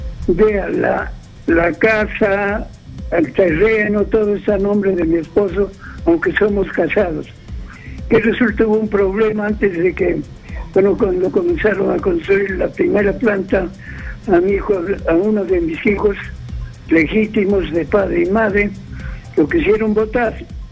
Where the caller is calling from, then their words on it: Arequipa, Peru; Estoy llamando de Arequipa.